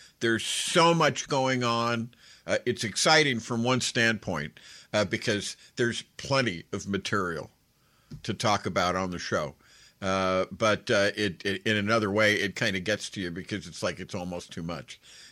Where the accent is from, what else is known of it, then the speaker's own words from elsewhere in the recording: Northeast, United States; I come from the Northeast. I come from what many people would call a liberal or a progressive background, but I've been elsewhere as well.